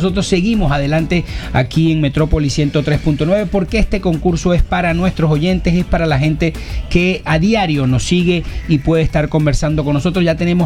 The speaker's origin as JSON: {"language": "Spanish", "town": "San Francisco", "region": "Zulia", "country": "Venezuela", "said": "esa es mi tierra, San Francisco. Yo soy de San Francisco, lo quiero mucho y me siento muy orgulloso de ser"}